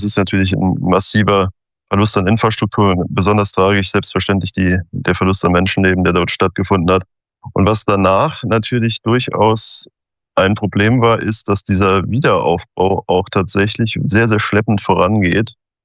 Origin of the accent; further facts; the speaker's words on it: Kordel, Rhineland-Palatinate, Germany; also born or lived in Neuss; Ich bin also hier in Kordel bei Trier aufgewachsen, dort auch zur Schule gegangen und habe dort auch mein Abitur gemacht.